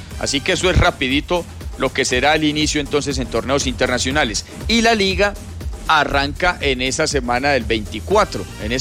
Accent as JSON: {"language": "Spanish", "country": "Colombia"}